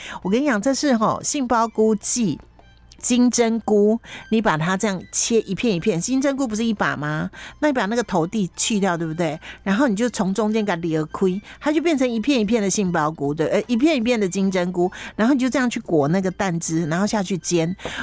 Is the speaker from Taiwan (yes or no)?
yes; Taiwan; 我就要把我台湾人的口味葱姜蒜先爆香